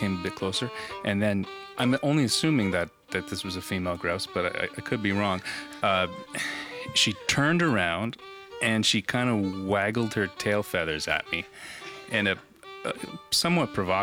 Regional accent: Ontario, Canada; I play the double bass with Shane Cook in … we're from Ontario, Canada.

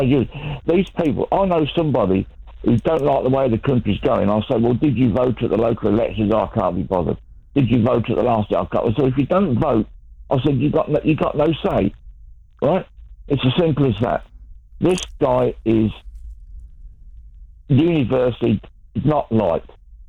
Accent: Peterborough, East of England, United Kingdom; I'm from Peterborough, Joel, and at first, while I was part of the country, we was having the elections cancelled.

